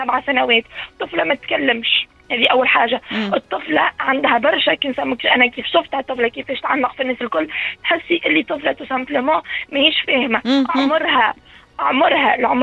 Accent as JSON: {"language": "Arabic", "country": "Tunisia", "moved": "as an adult", "lives_now": "France", "said": "معناها ذهلت مدام اللي أنا تونسية،"}